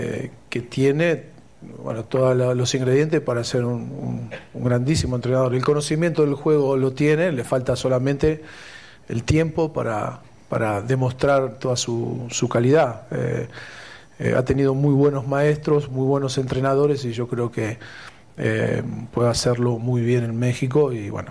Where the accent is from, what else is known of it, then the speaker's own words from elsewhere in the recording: Argentina; siendo argentino, está claro que más allá de que yo lo entiendo todo esto